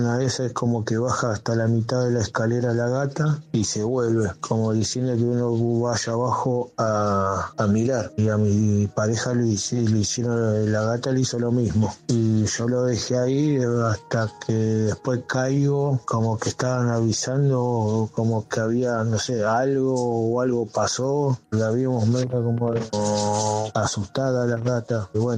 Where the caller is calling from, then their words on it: Quilmes, Buenos Aires Province, Argentina; de Quilmes.